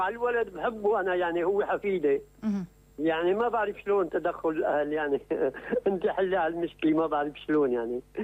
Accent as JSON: {"language": "Arabic", "town": "Aleppo", "region": "Aleppo Governorate", "country": "Syria", "tie": "born there", "also_born_or_lived": "Idlib / Saudi Arabia", "said": "من حلب عم بخبركم."}